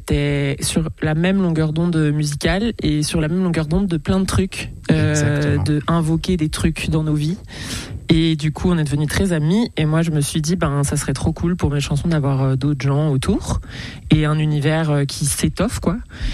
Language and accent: French; Lyon, Auvergne-Rhône-Alpes, France; Et ouais, voilà, on vient de Lyon.